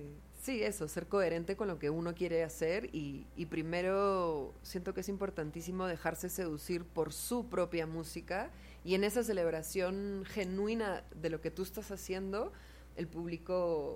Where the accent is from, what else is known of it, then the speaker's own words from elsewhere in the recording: Peru; now in Mexico; yo me siento muy peruana, soy muy peruana, pero sobre todo me siento muy latina.